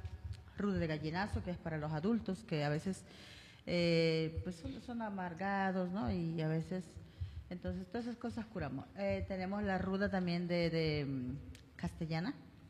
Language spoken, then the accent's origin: Spanish; Colombia; moved away as an adult; now in Manta, Ecuador; Soy de Colombia y ya tengo 20 años aquí en esta hermosa ciudad que es Manta, Manabí.